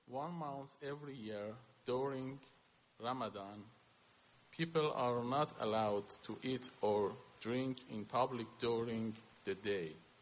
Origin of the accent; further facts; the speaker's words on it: Iran; English is a second language; moved away as an adult; now in United States; I want to share a little about my life and about my home country, Iran.